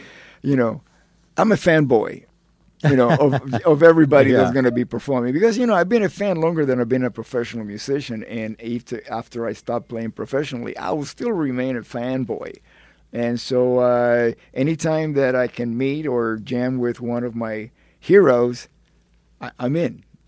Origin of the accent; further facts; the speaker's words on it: Florida, United States; it's the style of music that I grew up playing in Florida.